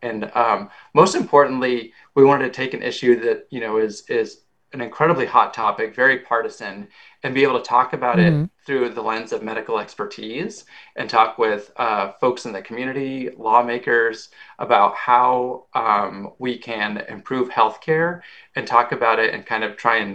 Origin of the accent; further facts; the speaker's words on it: Oregon, United States; I'm originally from Oregon, went to medical school in California